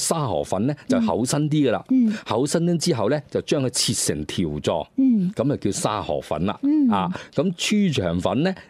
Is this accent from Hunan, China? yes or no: no; Guangzhou, Guangdong, China; 譬如我哋廣州，我哋食得比較鮮味、比較淡味啦。咁其實可以體現咗我哋廣州人其實就 冇乜脾氣嘅，其實啊，比較隨，比較包容，比較隨和嘅